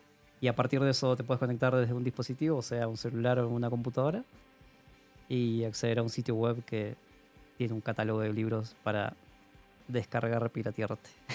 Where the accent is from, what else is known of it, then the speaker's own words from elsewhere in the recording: San Carlos de Bariloche, Río Negro, Argentina; born there; moved away; also born or lived in La Plata; yo vengo de San Carlos de Bariloche, que queda como al sur, pero no tan sur de Argentina. Bueno, nací ahí, después de unos años estudié en La Plata, que es ahí una ciudad universitaria. Y ahí estuve varios años, bueno, formándome